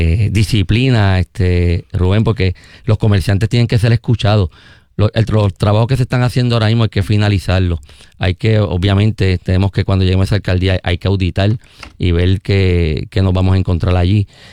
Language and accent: Spanish; Cataño, Puerto Rico; yo soy de Cataño, criado en Cataño, estudié en Cataño, me gradué de la Francisco Yel, comía empanadillas del Gordo, comía sándwiches de jamón y queso en Don Tito